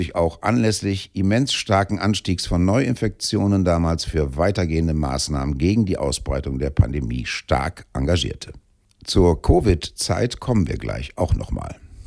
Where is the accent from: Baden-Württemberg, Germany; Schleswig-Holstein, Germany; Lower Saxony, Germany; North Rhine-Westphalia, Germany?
Lower Saxony, Germany; Bramsche; als er noch in meiner Heimatstadt Bramsche als Sozi Kommunalpolitik machte